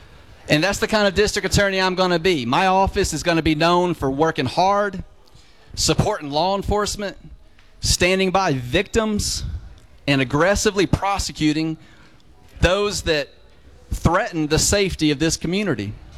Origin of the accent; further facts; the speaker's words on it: Pilot Mountain, North Carolina, United States; now in Mount Airy, United States; Surrey County's been my home my entire life. I grew up in Pilot Mountain, and now I live in Mount Airy.